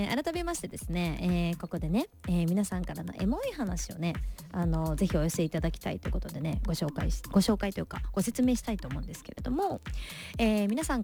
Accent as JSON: {"language": "Japanese", "town": "Hofu", "region": "Yamaguchi", "country": "Japan", "tie": "born or raised there", "said": "そして、おとといの晩は、地元山口県防府市のよそ"}